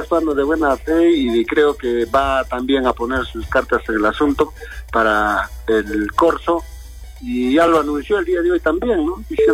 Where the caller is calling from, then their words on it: Arequipa, Peru; como buen arequipeño